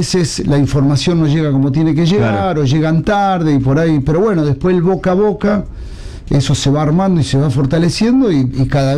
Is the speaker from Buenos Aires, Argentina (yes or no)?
no; Santa Fe, Argentina; En Migán. En Migán, bien pueblerino, de campo, mis padres, toda la vida en el campo, tenían cabaña de cerdo